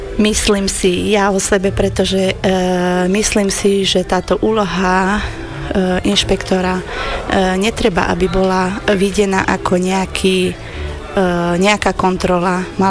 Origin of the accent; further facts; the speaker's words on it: Romania; Takže zatiaľ vystupujeme len doma v Rumunsku.